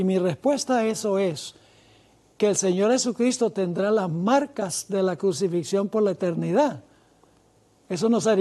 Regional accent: Venezuela; yo crecí en Venezuela, muchas veces visité Calabozo, los llanos de Venezuela.

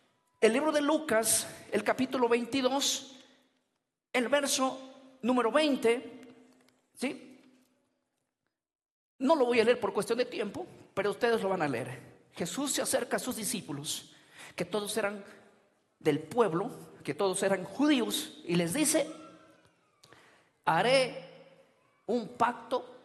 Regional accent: Peru; Pero saben una cosa importante: que yo, siendo peruano, que tú, siendo boliviano

